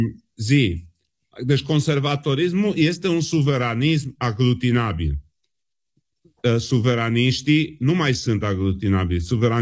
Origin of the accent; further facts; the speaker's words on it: Transylvania, Romania; Și ca ardelean, ca cititor de poezie